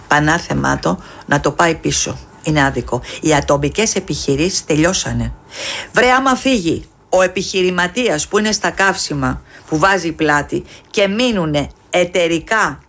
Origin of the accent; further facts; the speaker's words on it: Greece; Εγώ δεν μπορώ στην πατρίδα μου, την Ελλάδα, να νιώθω ξένη. Νιώθω ξένη στην πατρίδα μου.